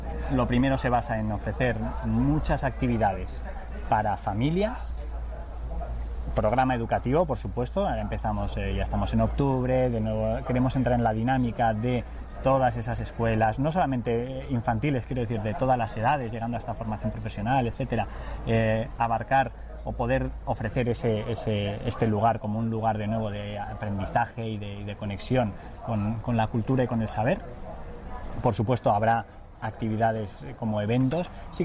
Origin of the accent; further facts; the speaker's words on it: Basque Country, Spain; tan nuestro además, tan vasco